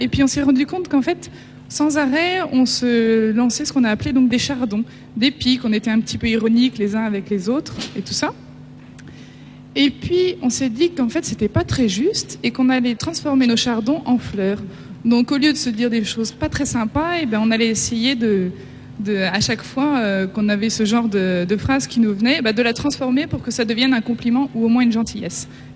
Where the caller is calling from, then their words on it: Paris, Île-de-France, France; j'ai 27 ans et je viens de Paris.